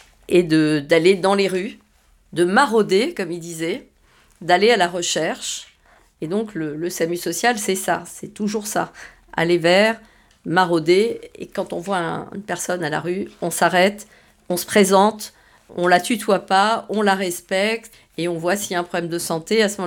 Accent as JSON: {"language": "French", "country": "Morocco", "tie": "born or raised there", "moved": "yes", "lives_now": "France", "said": "quand j'étais enfant au Maroc, dans la Médina."}